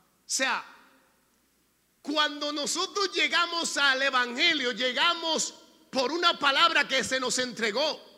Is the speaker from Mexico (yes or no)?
no; Dominican Republic; moved away; hace 39 años, cuando estuve en República Dominicana llegaron un grupo de misioneros. Estos misioneros llegaron de Puerto Rico y, llegando a mi tierra, se estacionaron en mi casa.